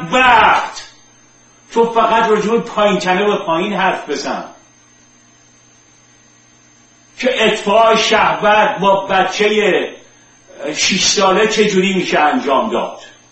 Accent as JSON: {"language": "Persian", "country": "Iran", "tie": "born or raised there", "said": "توی اون کشور بزرگ شدم."}